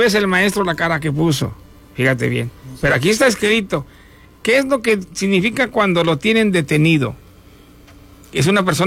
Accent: Nuevo León, Mexico; now in Bryan, United States; el mercado en mi pueblo, el mercado Juárez allá en Doctor Río Nuevo León

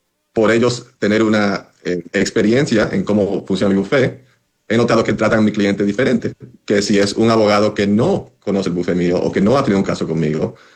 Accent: Dominican Republic; disculpe, que soy dominicano, entonces.

